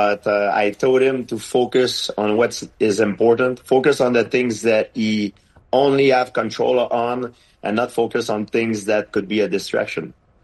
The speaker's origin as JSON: {"language": "English", "country": "Canada", "said": "I'm Canadian"}